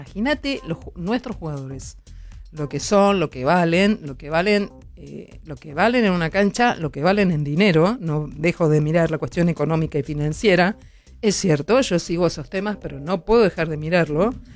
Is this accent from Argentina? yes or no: yes; Argentina; A veces despierta cuestiones insospechadas a nosotros porque somos argentinos, y a veces esto de ser argentino no puede explicarse.